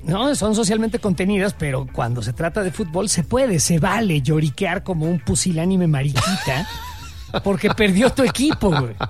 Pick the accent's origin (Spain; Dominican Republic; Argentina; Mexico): Mexico; Somos mexicanos